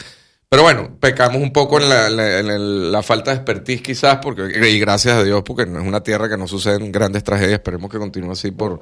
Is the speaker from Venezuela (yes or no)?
yes; Venezuela; moved away; como venezolano, en el tema que sucedió en La Guaira, inclusive en la época del primer gobierno de Chávez, los japoneses, esto te lo digo yo porque yo trabajaba en televisión en Venezuela en esa época